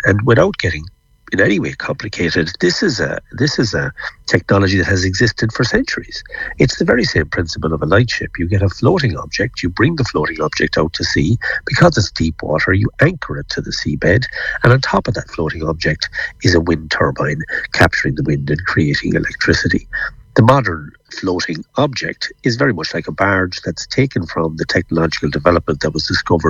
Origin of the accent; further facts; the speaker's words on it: Ireland; we know this as Irish people. We put a name on it. We called it the Wild Atlantic Way because we are aware of the extraordinary wind that shapes our beautiful coastline.